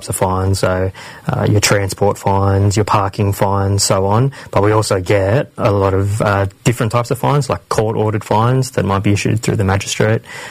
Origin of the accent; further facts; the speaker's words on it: Sydney, New South Wales, Australia; I'm a proud Wiradjuri man. My family's from Cowra, but I was born and raised in Western Sydney.